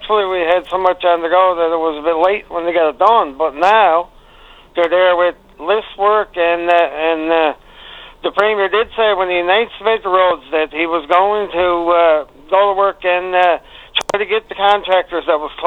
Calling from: Rock Harbour, Newfoundland and Labrador, Canada; I'm calling from Bjorn Peninsula again here in Rock Harbor

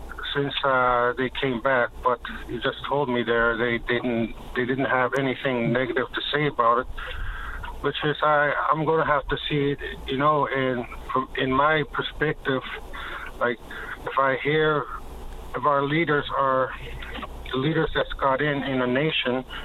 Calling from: Sheshatshiu, Newfoundland and Labrador, Canada

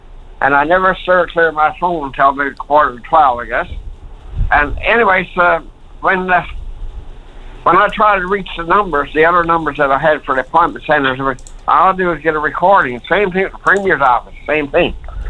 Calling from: St. Lawrence, Newfoundland and Labrador, Canada; I call them from St. Lawrence.

